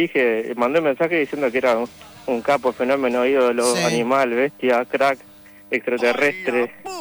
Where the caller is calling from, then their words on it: Argentina; Yo soy argentino, sí.